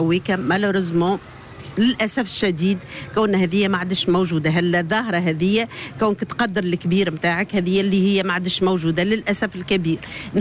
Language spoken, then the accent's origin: Arabic; El Guettar, Gafsa Governorate, Tunisia; born there; moved away as an adult; also born or lived in Tunis; عشت طفولتي في القطار، أنا من اللي أنا صغيرة ولدت في قفصة لمحالة، وما توفى بابا من في قفصة أنا عمري في 9 سنين، رجعنا للقطار وكبرت في القطار